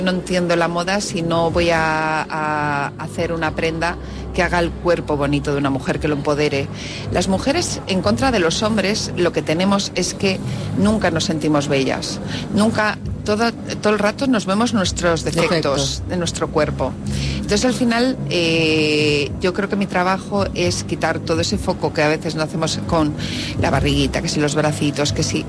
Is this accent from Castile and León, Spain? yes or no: yes; Castile and León, Spain; also born or lived in Paris; yo vengo de Castilla y León.